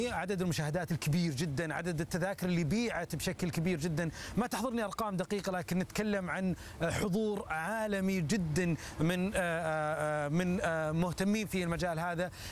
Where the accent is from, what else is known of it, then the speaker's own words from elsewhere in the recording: Riyadh, Riyadh Province, Saudi Arabia; عندنا في الرياض